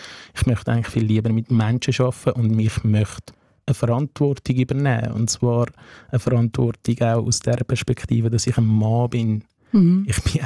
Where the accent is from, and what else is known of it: Afghanistan; now in Switzerland